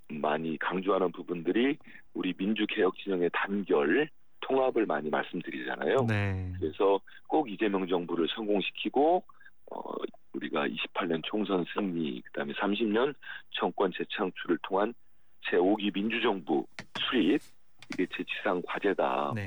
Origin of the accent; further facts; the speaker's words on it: North Jeolla, South Korea; 저도 전북 출신입니다만은